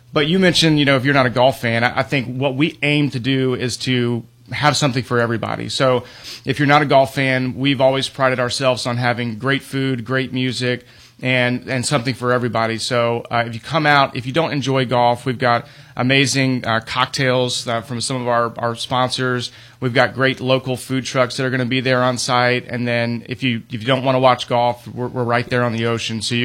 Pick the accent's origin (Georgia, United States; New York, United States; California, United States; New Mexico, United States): Georgia, United States; Perry; moved away as an adult; now in Florida, United States; I grew up in Georgia. My wife and I moved down to Florida about 10 years ago